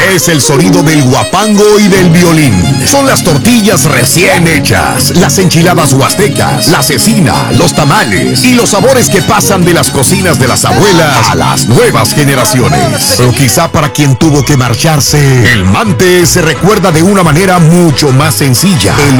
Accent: Tamaulipas, Mexico; Yo soy de Tamaulipas. Me siento orgulloso de mi tierra. No está en el norte, yo soy del norte de México.

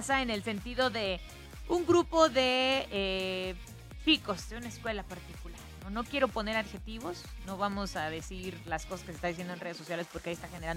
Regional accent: Puebla, Mexico

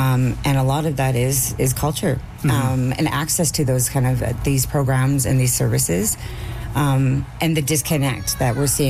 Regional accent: Fort Simpson, Northwest Territories, Canada; I'm from Fort Simpson, Northwest Territories.

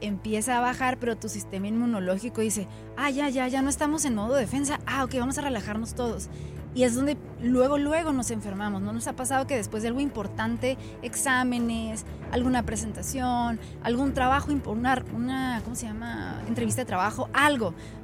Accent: Mexico; nosotros como población mexicana

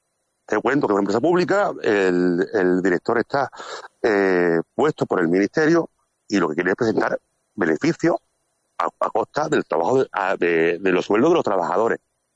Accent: Castellar, Andalusia, Spain; somos de Castellá

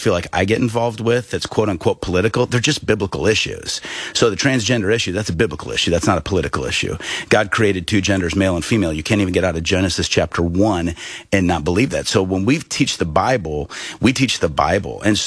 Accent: Peoria, Illinois, United States; Because I grew up in Peoria, Illinois, which was a melting pot and a test market for everything.

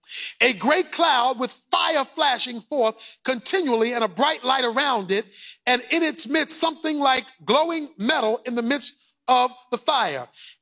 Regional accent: Baltimore, Maryland, United States; born or raised there

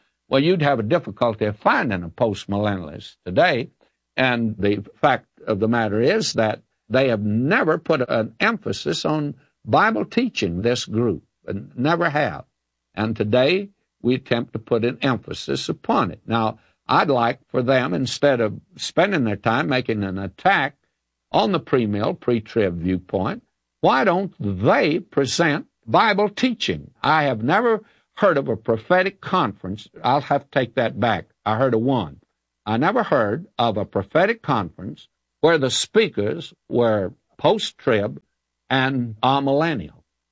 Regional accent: the South, United States; I was raised in the South.

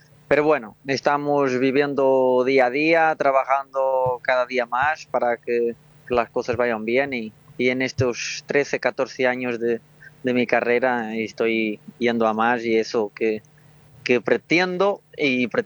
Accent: Portugal; moved away as an adult; now in Madrid, Spain; de donde vengo, de Portugal

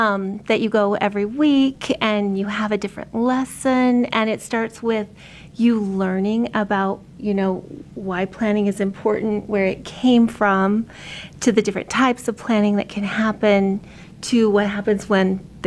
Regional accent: Utah, United States; I was born and raised in Utah, left for a while, and came back. So I have been in the Park City area for the last 6 years.

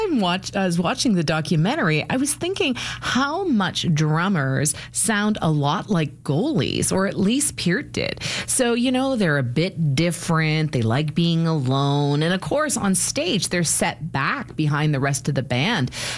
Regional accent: Canada; I'm Canadian

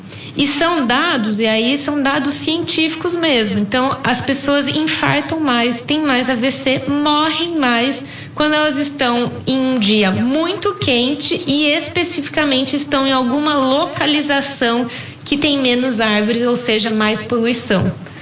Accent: Americana, São Paulo, Brazil; Eu sou de Americana

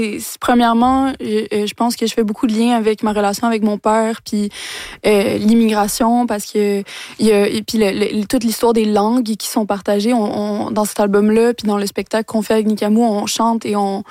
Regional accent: Quebec, Canada; en tant que Québécois, Québécoise

